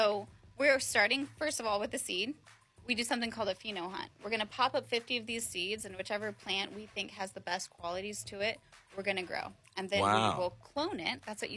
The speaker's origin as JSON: {"language": "English", "town": "Montauk", "region": "New York", "country": "United States", "tie": "born or raised there", "said": "Well, I grew up in Montauk."}